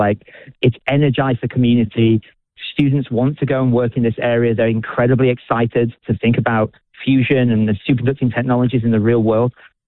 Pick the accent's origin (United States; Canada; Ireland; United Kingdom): United Kingdom; now in New Zealand; Obviously, you may be able to tell from my accent, I'm not originally from New Zealand, I'm originally from the UK.